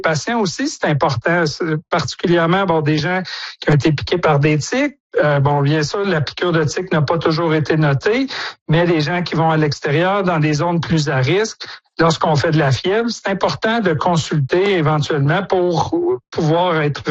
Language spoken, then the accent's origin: French; Quebec, Canada; On a vu, en fait, chez nous en Estrie, des patients admis aux soins intensifs en raison de l'anaplasmose.